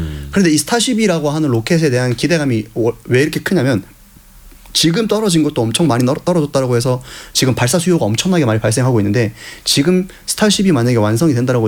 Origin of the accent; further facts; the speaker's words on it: Ulsan, South Korea; now in Seoul, South Korea; 제가 고향이 울산인데